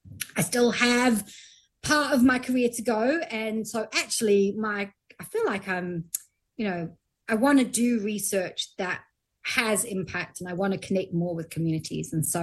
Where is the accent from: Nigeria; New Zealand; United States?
New Zealand; Oh, being New Zealander of the year, that was kind of amazing.